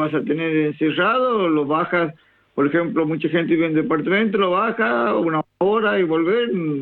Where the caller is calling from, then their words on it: Argentina; somos argentinos